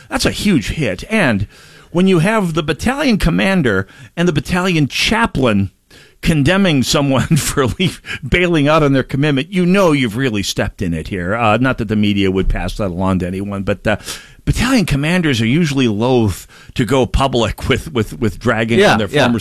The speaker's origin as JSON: {"language": "English", "town": "Saint Paul", "region": "Minnesota", "country": "United States", "said": "I mean, I'm from St. Paul, I know the place."}